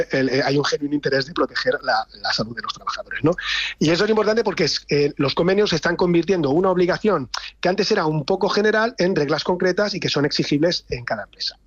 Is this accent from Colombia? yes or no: no; Mediterranean coast, Spain; los que somos del Mediterráneo